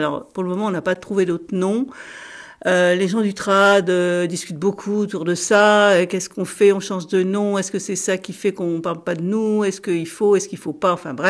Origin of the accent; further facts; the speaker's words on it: France; chez nous, en Europe, en France en particulier